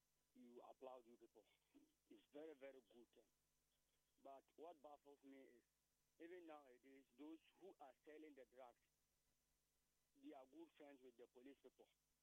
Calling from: Ghana; I'm calling from Akwetia Line.

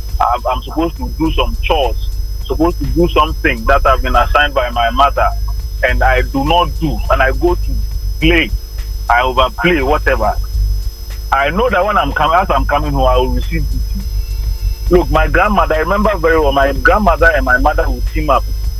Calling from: Ghana; I'm a Ghanaian.

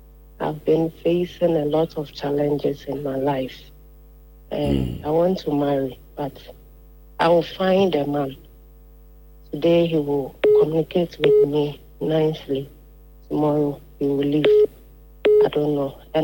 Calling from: Santasi, Ashanti, Ghana; from Santasi.

